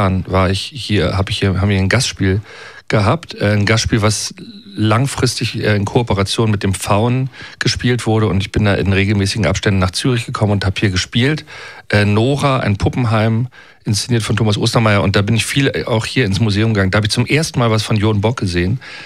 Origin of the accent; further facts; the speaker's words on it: Berlin, Germany; Also, aber ich bin in West-Berlin geboren im Klinikum Steglitz, also in Steglitz und aufgewachsen.